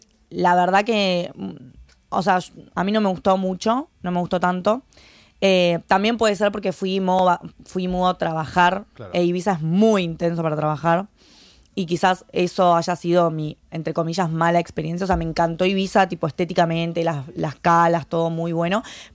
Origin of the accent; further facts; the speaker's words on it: La Plata, Buenos Aires Province, Argentina; now in Madrid, Spain; Yo soy de Buenos Aires, ¿vale? Precisamente de La Plata, que es la capital de Buenos Aires. Pero bueno, es muy cerquita, así que una especie de porteña soy.